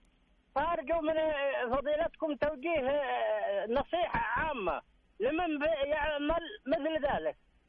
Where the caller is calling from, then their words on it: Taif, Makkah Province, Saudi Arabia; أنا أكلمك في الطائف.